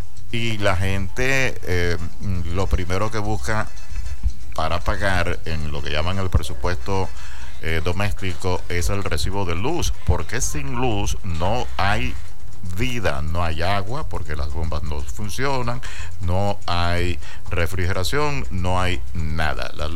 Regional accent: Venezuela; los venezolanos también cobremos en euros

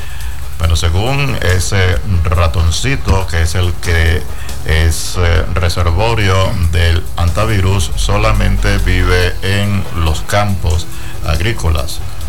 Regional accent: Caripito, Monagas, Venezuela; born or raised there

